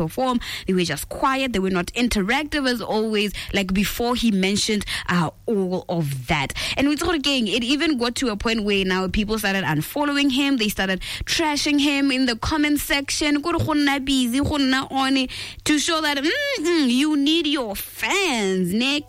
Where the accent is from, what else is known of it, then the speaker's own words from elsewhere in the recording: Mochudi, Kgatleng District, Botswana; now in Gaborone, Botswana; I'm from Muchudi